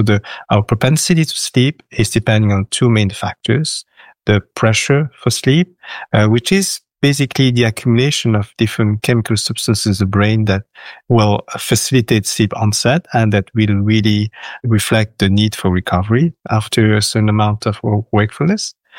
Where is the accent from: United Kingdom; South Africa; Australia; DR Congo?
Australia; Cairns, Queensland; from Cairns, Northern Australia.